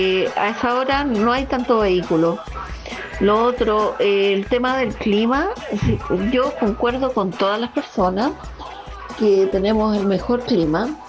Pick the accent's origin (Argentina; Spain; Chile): Chile; Viña del Mar, Valparaíso; born there; yo soy Viña Marina, o sea, soy nacida acá en Viña